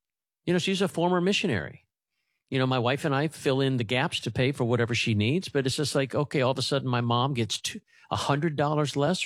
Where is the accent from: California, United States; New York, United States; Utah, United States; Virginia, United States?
Virginia, United States; I'm a Virginian, I grew up in Virginia for a number of years